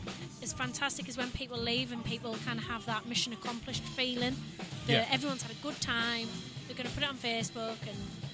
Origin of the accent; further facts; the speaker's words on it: Newton Aycliffe, North East England, United Kingdom; moved away; Because a lot of people don't really know Newton Aycliffe. That's where I'm originally from.